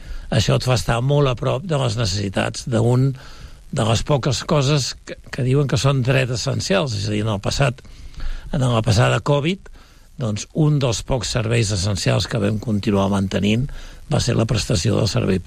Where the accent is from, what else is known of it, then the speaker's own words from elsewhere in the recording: Sabadell, Catalonia, Spain; com a sabadellenc i també com a valors de família